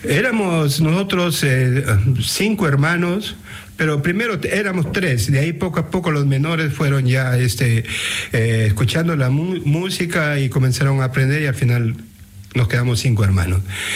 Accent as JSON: {"language": "Spanish", "town": "Huanchaco", "region": "La Libertad", "country": "Peru", "tie": "born or raised there", "said": "y yo llevé la quena, la zampoña y el charango a Huanchaco, a mi pueblo, y ahí empezamos."}